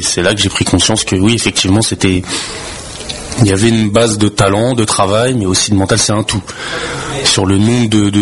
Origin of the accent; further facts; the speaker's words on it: Enghien-les-Bains, Île-de-France, France; je suis né à Enghien-les-Bains